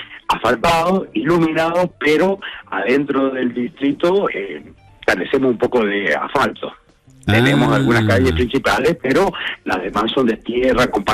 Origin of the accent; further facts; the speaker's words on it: Carmensa, Mendoza, Argentina; accent: Mendoza; Soy nacido y creo que voy a terminar acá mi día en Carmenza.